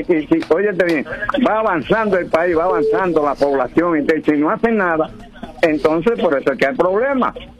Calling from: Puerto Rico; yo tengo 50 años aquí

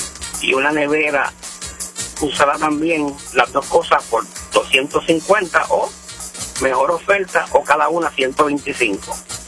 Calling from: Añasco, Puerto Rico; de Añasco.

